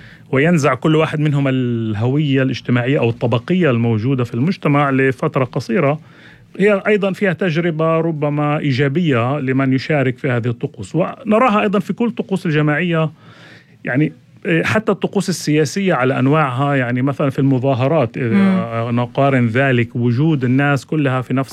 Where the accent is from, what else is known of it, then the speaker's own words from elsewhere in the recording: Palestine; في بلادنا فلسطين